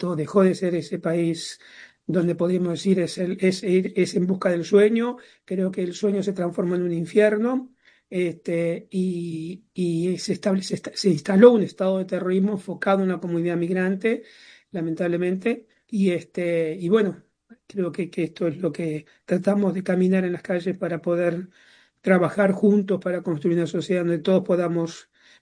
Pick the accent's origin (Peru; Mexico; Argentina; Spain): Argentina; moved away as an adult; now in New York, United States; yo vengo y crecí en un sistema absolutamente dictatorial como fue el gobierno militar, que toda mi adolescencia fue bajo el gobierno militar en Argentina